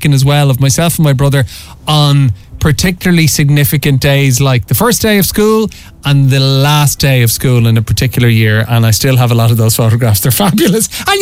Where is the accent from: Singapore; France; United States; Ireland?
Ireland; Ashford, County Wicklow; When I grew up in Ashford